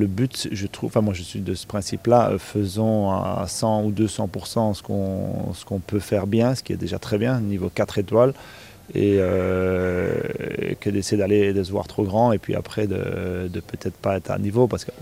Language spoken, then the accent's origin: French; Belgium; en tant que Belge